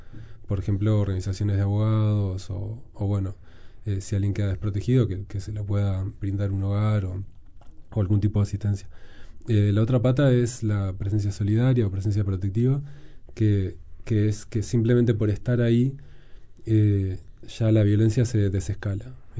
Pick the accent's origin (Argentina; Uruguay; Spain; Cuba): Uruguay; Diría que si tengo que elegir uno de los dos grupos, soy un uruguayo interesado y atento.